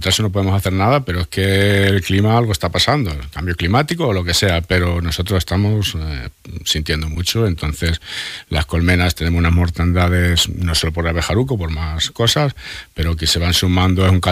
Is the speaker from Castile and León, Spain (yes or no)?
yes; Valero, Castile and León, Spain; Yo soy de Valero, como todo el mundo sabe.